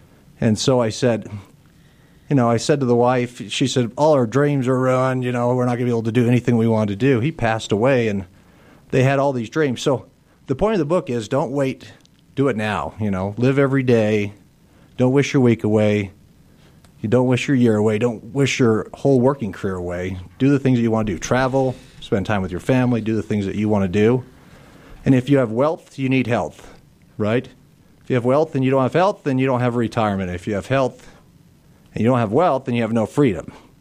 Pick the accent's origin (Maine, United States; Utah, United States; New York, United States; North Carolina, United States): Utah, United States; Park City; now in Camas, United States; Caleb's actually my cousin. So we grew up together. I grew up in Park City. He grew up in Orem. He ended up in Vegas after medical school. I ended up in Camas.